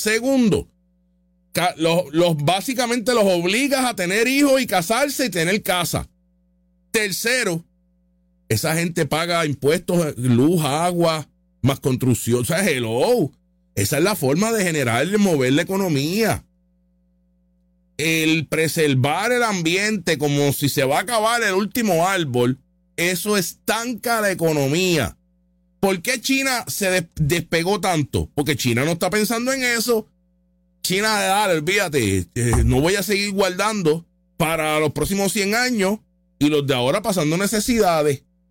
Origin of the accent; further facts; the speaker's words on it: Aibonito, Puerto Rico; born there; Yo nací en Ay Bonito, el pueblo de las flores y el frío bendito.